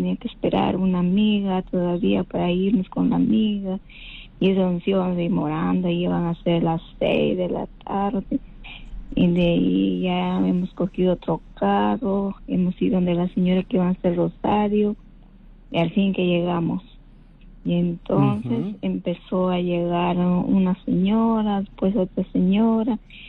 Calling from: Lima, Peru; De Los Olivos, de Vía Norte.

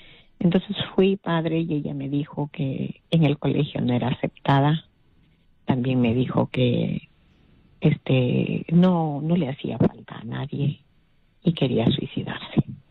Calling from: Lima, Peru

